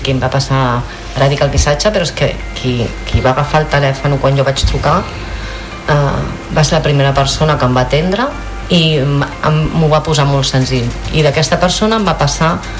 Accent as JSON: {"language": "Catalan", "town": "Girona", "region": "Catalonia", "country": "Spain", "said": "Jo sóc de Girona."}